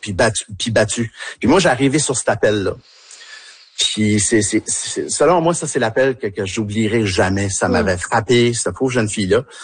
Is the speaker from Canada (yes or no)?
yes; Canada; Puis moi aussi, en tant qu'Acadien, fier acadien.